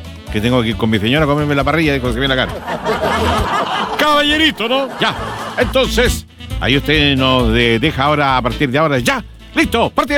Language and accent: Spanish; Chile; nuestro país hermoso, largo y angosto territorio llamado Chile.